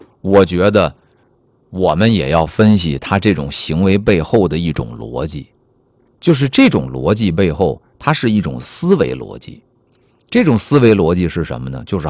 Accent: Northeast China, China

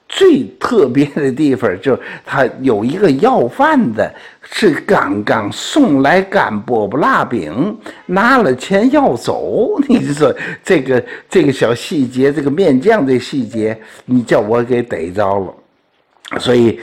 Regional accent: Tianjin, China

